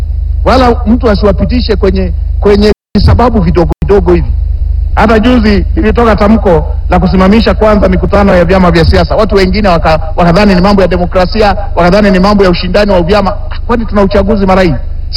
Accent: Tanzania; sisi wenyewe wa Tanzania

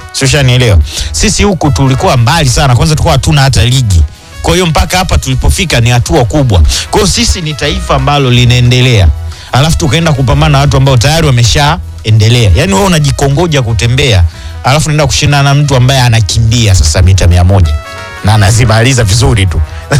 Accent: Tanzania; Ukiwa ni Mtanzania kama mimi, alafu mimi ni Mtanzania kama wewe

